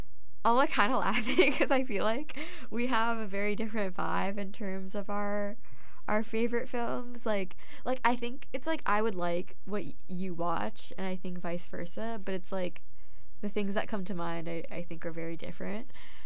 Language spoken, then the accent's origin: English; Pakistan; And I was like, no, I'm Pakistani.